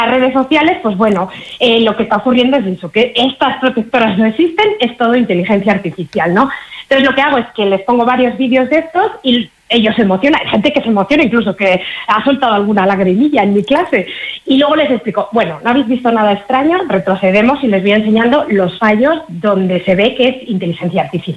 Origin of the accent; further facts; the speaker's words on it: Burgos, Castile and León, Spain; Pues precisamente yo soy de Burgos, pero al final he acabado muy enamorada de la montaña palentina.